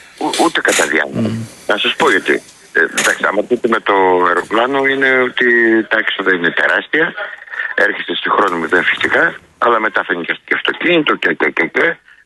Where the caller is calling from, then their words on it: Kavala, Eastern Macedonia and Thrace, Greece; Καβαλιώτης εγώ